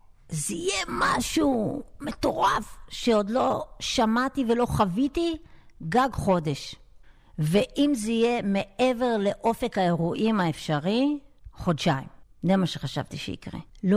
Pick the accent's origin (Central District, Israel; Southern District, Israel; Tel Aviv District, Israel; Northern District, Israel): Northern District, Israel; Kfar Giladi; born there; אני נולדתי פה, אמא שלי נולדה פה, שום כוונה לא הייתה לי ללכת מפה.